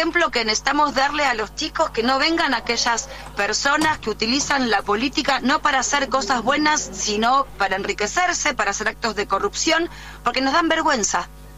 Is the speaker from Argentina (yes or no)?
yes; Rosario, Santa Fe, Argentina; por ser nacida y criada en mi preciosa Rosario.